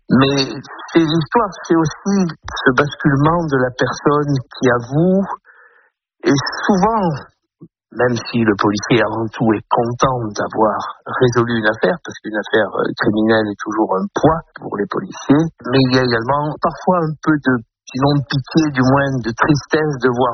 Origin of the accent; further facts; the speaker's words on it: Auvergne-Rhône-Alpes, France; born there; comme celle qui se passe en Ardèche, où je reviens pratiquement dans mon village natal pour enquêter